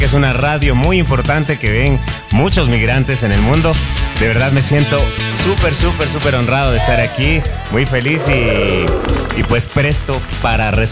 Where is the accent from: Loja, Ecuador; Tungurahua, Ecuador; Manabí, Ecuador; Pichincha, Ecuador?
Pichincha, Ecuador; Quito; Yo soy quiteño, pero mi corazón siempre en el Austro.